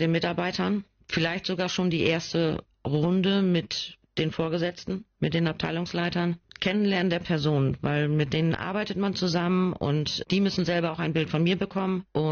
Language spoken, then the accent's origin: German; Schortens, Lower Saxony, Germany; ich bin eigentlich der Ureinwohner, in Anführungsstrichen, von den Kandidaten. Ich bin in Schortens aufgewachsen. Meine Eltern sind schon dort aufgewachsen. Meine Tochter ist auch da groß geworden. Also es ist wirklich meine Heimat.